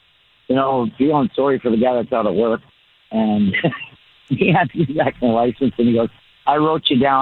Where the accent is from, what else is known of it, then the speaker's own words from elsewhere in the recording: White Rock, British Columbia, Canada; it's a 35-mile drive from my hometown, White Rock, to Vancouver.